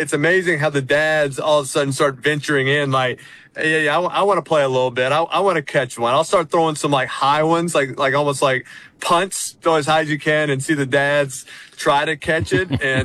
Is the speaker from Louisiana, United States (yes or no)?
yes; New Orleans, Louisiana, United States; born or raised there